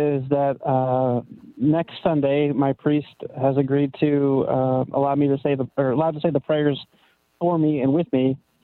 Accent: Maine, United States; I'm from New England. Okay. Maine specifically.

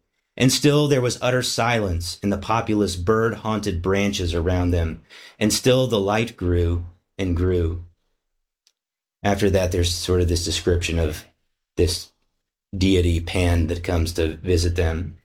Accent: Kansas, United States; I grew up in Kansas and we had a lot of storms coming through

